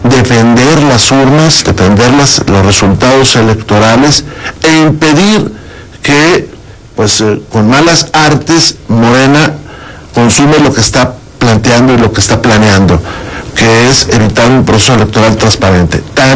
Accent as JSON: {"language": "Spanish", "town": "Saltillo", "region": "Coahuila", "country": "Mexico", "moved": "yes", "said": "Se venden allá en Saltillo, es pan de pulque también. De esa fusión entre tlaxcaltecas y españolas, que es mi pueblo querido."}